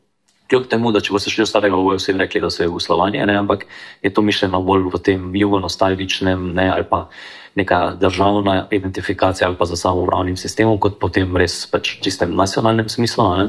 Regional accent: Šmartno ob Paki, Savinja, Slovenia; vem pa, naprimer, zgodbo iz mojega rojstnega kraja, se pravi na Šmartno opaki

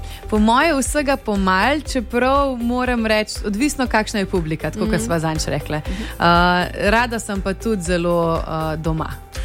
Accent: Ljubljana, Central Slovenia, Slovenia; Jaz sem pa Ljubljančanka.

